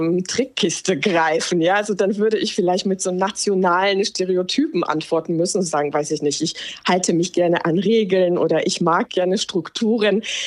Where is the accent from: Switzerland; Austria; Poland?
Poland; now in Germany; das ist, wie ich mich jetzt als Polin fühle und das ist jetzt, wie ich mich als Deutsche fühle.